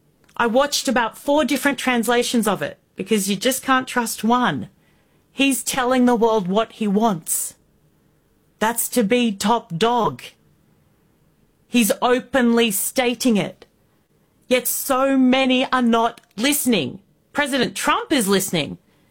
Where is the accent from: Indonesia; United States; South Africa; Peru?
Indonesia; born or raised there; also born or lived in Australia